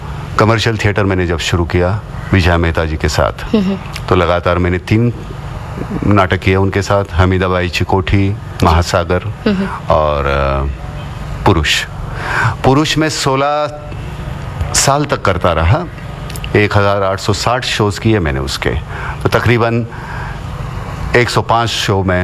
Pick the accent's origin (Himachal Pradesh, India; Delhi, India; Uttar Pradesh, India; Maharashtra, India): Maharashtra, India; Murud-Janjira; मेरा बचपन गांव में बीता, मुरूर जंजिरा में, पहली से सातवीं तक।